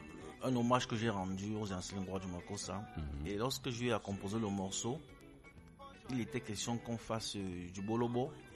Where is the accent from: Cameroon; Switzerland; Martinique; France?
Cameroon; Alors, en tant que Camerounais, comme on le dit tantôt, la charité bien ordonnée commence par soi-même.